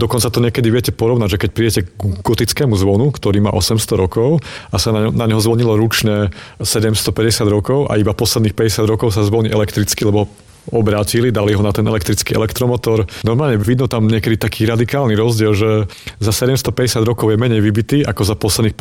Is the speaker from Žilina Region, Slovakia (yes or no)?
no; Košice, Košice Region, Slovakia; Ja som mal to šťastie ako Košičan, že som vtedy končil vysokú školu v Trnave, univerzitu na histórii